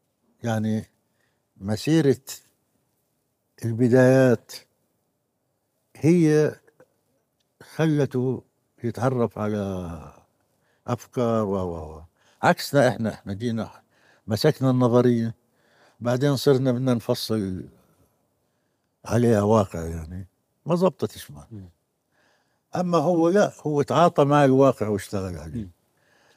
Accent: Jerusalem, Palestine; يا اخي القدس مدينتي

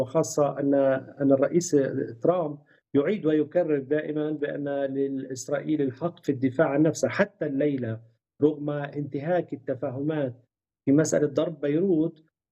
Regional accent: Palestine; ونحن كفلسطينيين تعودنا بأن الوعود الأمريكية لا يتم التزام بها

